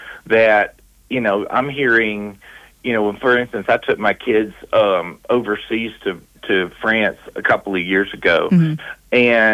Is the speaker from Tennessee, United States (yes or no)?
yes; Tennessee, United States; born there; moved away as an adult; also born or lived in California; now in Colorado, United States; Colorado has become my home. It's not my hometown, obviously, and I'm always going to have those Tennessee roots